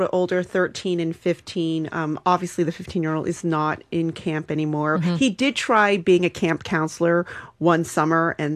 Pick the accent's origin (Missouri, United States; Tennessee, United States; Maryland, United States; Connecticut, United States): Maryland, United States; So we, and also I grew up in Maryland.